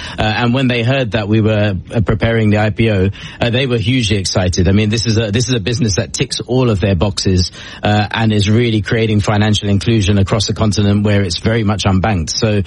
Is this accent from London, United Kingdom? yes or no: yes; London, United Kingdom; Look, I'm from London. I'm very biased towards saying London is a great city.